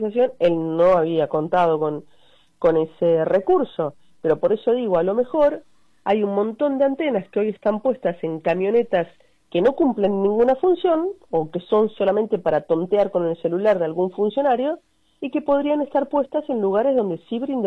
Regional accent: Neuquén, Argentina; somos todos los neuquinos

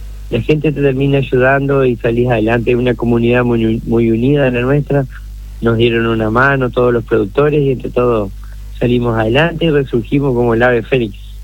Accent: Entre Ríos, Argentina; accent: correntinado (Corrientes-like); estamos en noreste de Entre Ríos, contracorrientes, por eso hablamos medio correntinado.

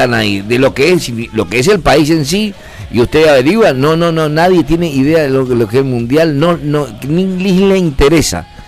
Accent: Argentina

